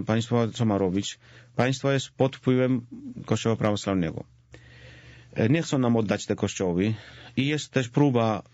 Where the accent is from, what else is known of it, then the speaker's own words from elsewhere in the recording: Georgia; Polish is a second language; Mieszkamy w mojej wiosce rodzinnej. Jestem proboszczem w swojej wiosce rodzinnej.